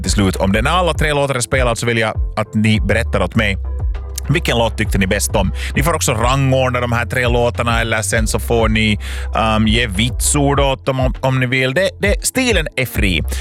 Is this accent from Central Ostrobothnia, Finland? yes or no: no; Loviisa, Uusimaa, Finland; moved away; till min hemstad till Lovisa